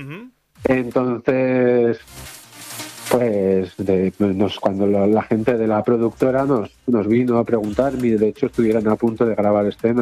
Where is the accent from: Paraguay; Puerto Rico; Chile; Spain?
Spain; Aragon; now in Valencia, Spain; Un saludo a todos mis paisanos aragoneses